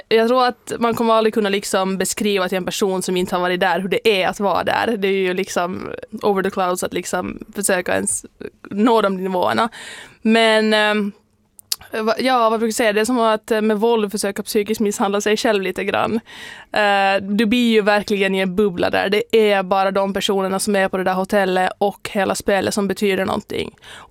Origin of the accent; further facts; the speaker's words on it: Tenala, Uusimaa, Finland; moved away as an adult; also born or lived in Ekenäs / Turku; now in Stockholm, Sweden; Jag kommer från Finland från början. Jag är född i Ekenäs och uppvuxen i Tenla i princip hela mitt liv.